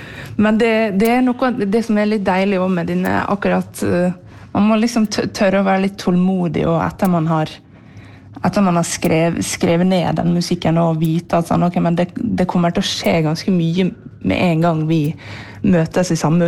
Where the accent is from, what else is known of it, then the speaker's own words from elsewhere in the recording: Ålesund, Møre og Romsdal, Norway; moved away; hjemme i Ålesund efter att jag flyttade därifrån